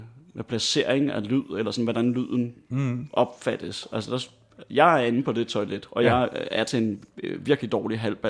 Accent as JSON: {"language": "Danish", "town": "Odense", "region": "Region of Southern Denmark", "country": "Denmark", "said": "jeg kommer fra Odense"}